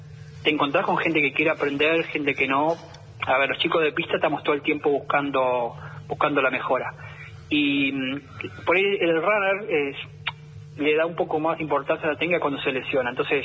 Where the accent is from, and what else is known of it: Entre Ríos, Argentina; born or raised there